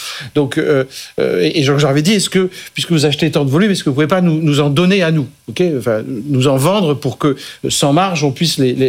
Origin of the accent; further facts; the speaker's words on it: Indonesia; ceux qui peuvent pas acheter des téléphones en Indonésie ou dans d'autres pays, je suis de l'Indonésie.